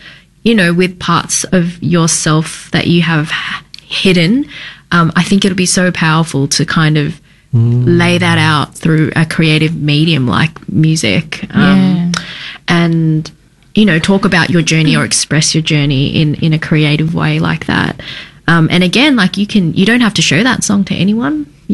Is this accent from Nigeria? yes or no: no; Sydney, New South Wales, Australia; moved away; I'm from Sydney originally